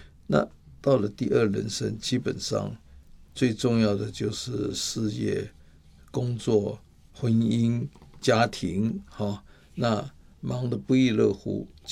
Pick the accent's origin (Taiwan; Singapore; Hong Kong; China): Taiwan; 我们台湾人最会想到那个接后那一首歌嘛